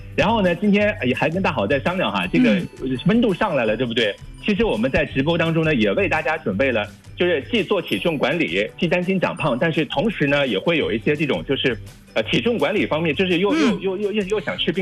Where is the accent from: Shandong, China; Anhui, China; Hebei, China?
Shandong, China